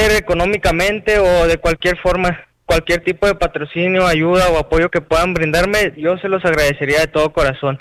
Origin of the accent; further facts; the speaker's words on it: Mexico